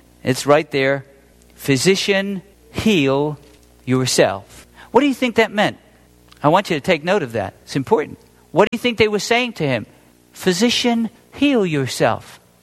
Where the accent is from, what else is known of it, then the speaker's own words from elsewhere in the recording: England, United Kingdom; Well, I learned something growing up in England where you would lease from the crown.